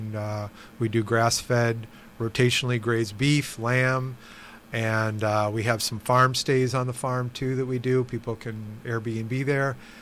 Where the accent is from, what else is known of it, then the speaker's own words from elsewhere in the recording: Kenosha, Wisconsin, United States; also born or lived in Chicago; I grew up in Kenosha, pretty close to the radio station here, and then started a career in Chicago at the commodity exchanges and worked down there for probably over 30 years.